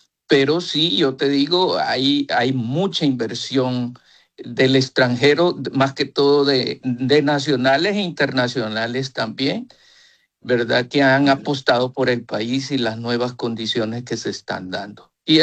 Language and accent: Spanish; El Salvador; como un ciudadano más de El Salvador